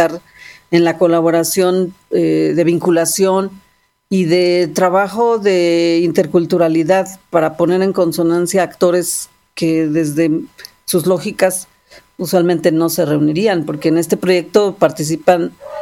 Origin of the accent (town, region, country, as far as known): Mexico